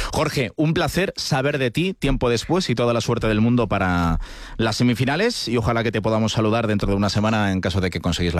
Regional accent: Spain; yo me paga Marruecos, pero yo soy español

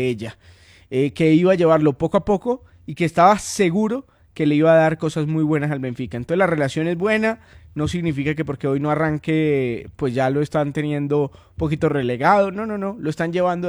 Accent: Cali, Valle del Cauca, Colombia; also born or lived in Bogotá; me considero, claro, caleñísimo, vallecaucano, pero también bogotano.

